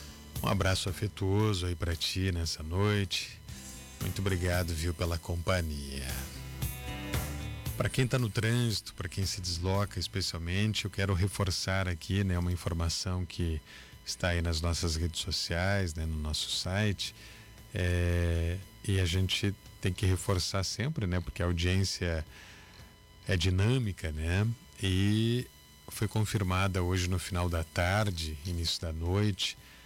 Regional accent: Vacaria, Rio Grande do Sul, Brazil; moved away; Porque sou natural de Vacaria, né?

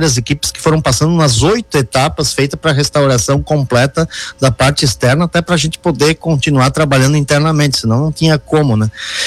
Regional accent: Flores da Cunha, Rio Grande do Sul, Brazil; moved away; also born or lived in São Marcos; não fui batizado lá, porque no período meu pai saiu de Flores da Cunha e foi trabalhar uns anos em São Marcos, então eu nasci em São Marcos e fui batizado em São Marcos, mas com 2 anos de idade eu já tinha retornado a Flores da Cunha

